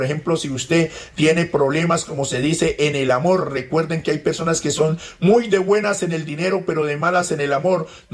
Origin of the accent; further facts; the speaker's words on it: Putumayo, Colombia; Putumayo. Me siento orgulloso de ser de esta tierra, como se dice, muy bonita, mis queridos amigos, mi tierra querida, donde directamente somos de la etnia Cofán